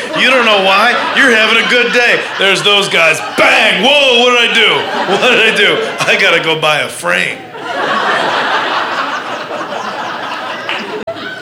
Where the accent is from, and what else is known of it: Midwest, United States